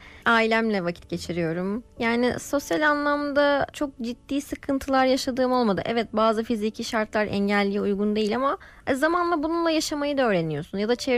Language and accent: Turkish; Istanbul, Turkey; born there; 1992 İstanbul doğumluyum.